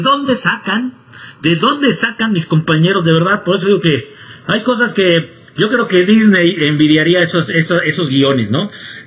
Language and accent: Spanish; Mexico; Me ofendiste, Ricardo, yo soy mexicano y me ofendiste.